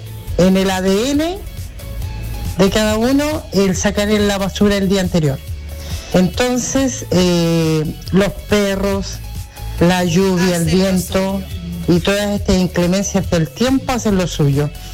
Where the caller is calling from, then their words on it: Biobío, Chile; yo vivo en Santa Sabina